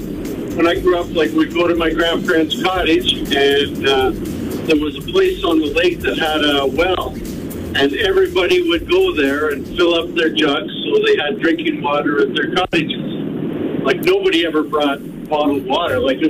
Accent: Englehart, Ontario, Canada; I grew up in Englehart.

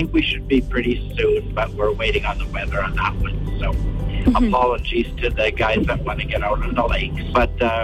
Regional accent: Saskatchewan, Canada; now in Cold Lake, Canada; And I'm from Saskatchewan

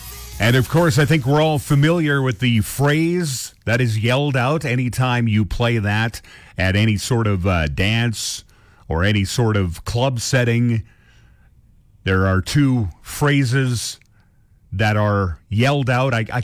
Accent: Alberta, Canada; now in British Columbia, Canada; growing up in Alberta.

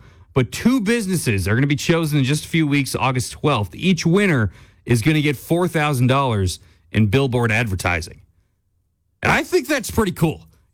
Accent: Edmonton, Alberta, Canada; now in Lloydminster, Canada; When I was growing up in Edmonton

